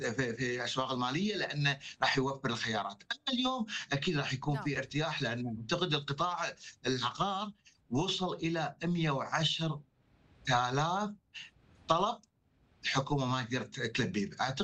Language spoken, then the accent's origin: Arabic; Kuwait; بداية مشكورين على الاستضافة، … من الكويت، تصحيحا لأن سمعت أن أنت